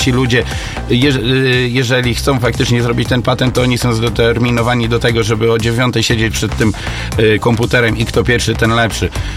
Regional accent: Nowa Wieś, Warmian-Masurian Voivodeship, Poland; ja mieszkam na wsi, także jestem z Nowej Wsi

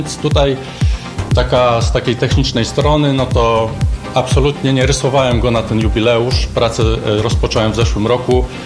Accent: Radom, Masovian Voivodeship, Poland; a że od pokoleń jestem radomianinem

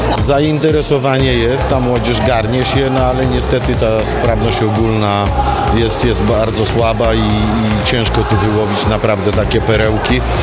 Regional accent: Łomża, Podlaskie Voivodeship, Poland; jak jestem z Łomży

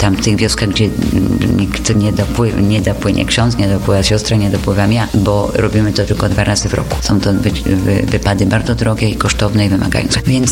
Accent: Kraków, Lesser Poland, Poland; now in Peru

